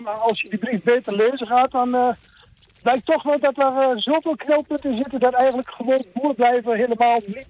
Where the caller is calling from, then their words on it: Voorst, Gelderland, Netherlands; Uit het pittoreske dorpje Voorst.